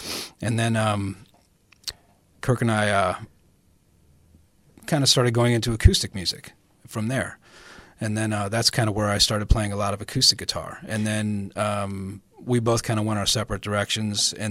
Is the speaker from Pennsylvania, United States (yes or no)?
no; Holyoke, Massachusetts, United States; moved away as an adult; also born or lived in Los Angeles; Yeah, born and raised in Holyoke, Massachusetts. When I was in my 20s, I moved to Los Angeles.